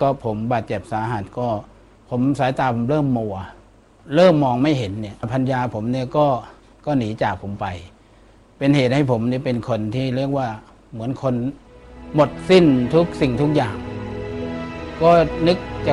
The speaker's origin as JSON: {"language": "Thai", "region": "Suphan Buri", "country": "Thailand", "tie": "born there", "said": "เกิดที่จังหวัดสุพรรณบุรีนะครับ"}